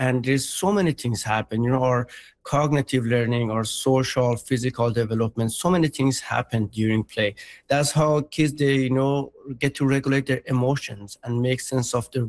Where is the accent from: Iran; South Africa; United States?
Iran; now in Saskatoon, Canada; I was born in Iran during the war, and growing up there, I spent a lot of times in bunkers and, in hiding away.